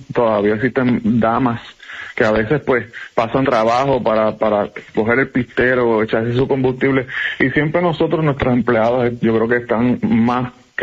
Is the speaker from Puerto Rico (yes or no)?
yes; Ponce, Puerto Rico; Mi papá servía la gasolina. Yo soy de Ponce.